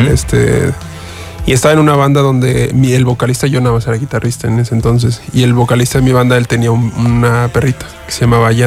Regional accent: Veracruz, Mexico; Yo soy de Veracruz.

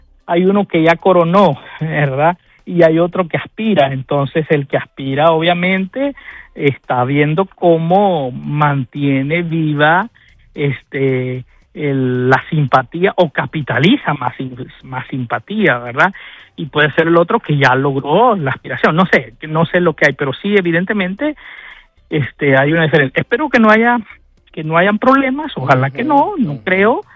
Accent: Honduras; Yo como hondureño

